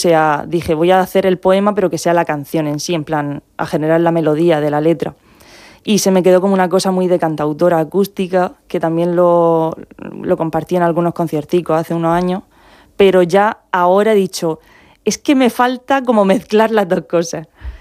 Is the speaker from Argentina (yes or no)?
no; Molina de Segura, Region of Murcia, Spain; yo soy de aquí, yo soy